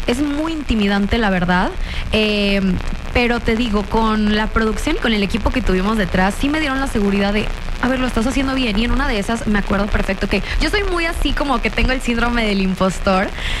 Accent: Reynosa, Tamaulipas, Mexico; also born or lived in Monterrey; De Monterrey para el mundo, sí. No, pero a ver, todos piensan en que soy también de Tamaulipas porque me crié en frontera.

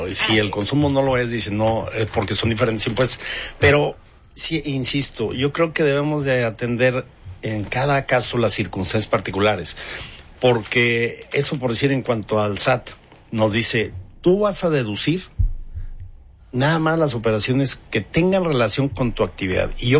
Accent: Mexico

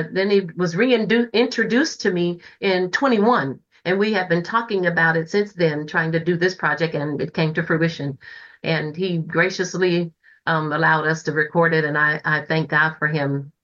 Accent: Bay Area, California, United States; now in Houston, United States; I miss the Bay Area, but I'm still always a part of the Bay Area. I carry that out here and I let people know I'm from the Bay Area. I'm still a West Coast person.

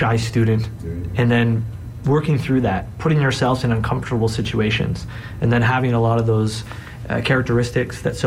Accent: Toronto, Ontario, Canada; not only is it my hometown

